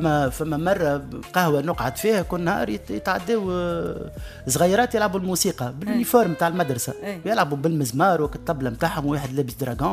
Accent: Tunisia; accent: Tunisian; يتعلم راه أصحابي الكل في لبنان يتكلموا بالتونسي بارفي زاد كل ممثلين خدمت معهم في لبنان وفي سوريا الكل نحكي معهم باللهجه التونسيه.

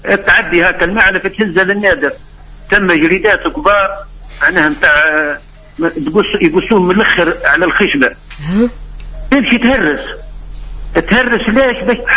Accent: southern Tunisia, Tunisia; بلغتنا احنا في الجنوب

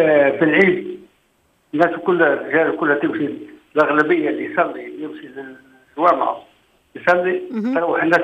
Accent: Gabès, Gabès Governorate, Tunisia; والله قابس معروفه هي خليلنا وعلاتنا وديرتنا تتشابه تونس وكل بعضها

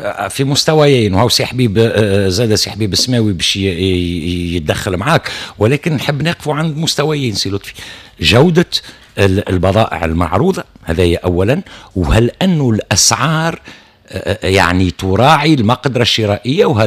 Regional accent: Tunisia; راهو احنا كعائله تونسيه انتظاراتنا كبيره من مواسم التخفيضات،

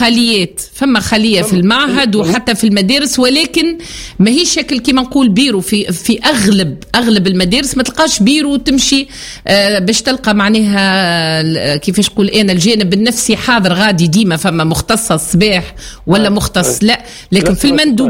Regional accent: Tunisia; ولاو التوينسا الأصليين اللي عندهم جنسيتهم التوينسا متاعنا، أولاد حومتنا وبنات حومتنا ومن جهاتنا،

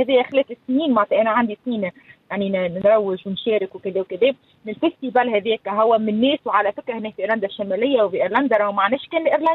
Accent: Tunisia; moved away; أنا تونس ما غادرتنيش، معناتها أنا قلت لك أنا خش من تونس، من تونس ما خرجتش مني، أنا تونسية كل يوم، عمري كامل كل يوم

